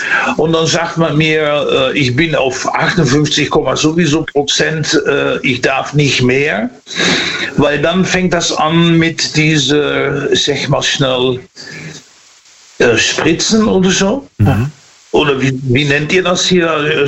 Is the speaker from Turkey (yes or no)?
no; Netherlands; now in Dortmund, Germany; Hallo, aus Dortmund, muss man ja immer sagen, ne? Also ich bin Holländer.